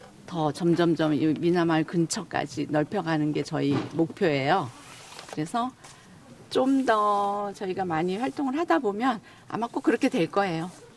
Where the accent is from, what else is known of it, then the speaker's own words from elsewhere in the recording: Jecheon, North Chungcheong, South Korea; 저희는 원래 여기 제천이 고향이에요.